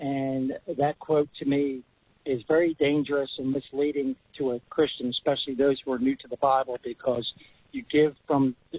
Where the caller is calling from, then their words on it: Delaware, United States; I'm actually calling from Delaware.